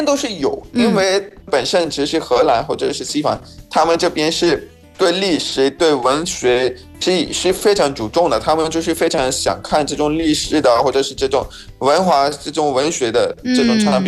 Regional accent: Pakistan; 我是来自巴基斯坦的

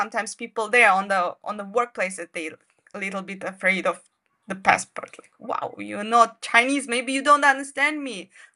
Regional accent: Kazakhstan; English is a second language; But I'm from Kazakhstan and I really like Shandong because I can see the sea. Because in Kazakhstan, you know, there is no sea.

